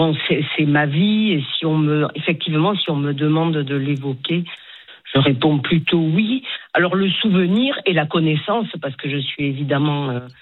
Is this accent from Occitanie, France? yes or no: yes; Toulouse, Occitanie, France; now in Paris, France; je suis toulousaine.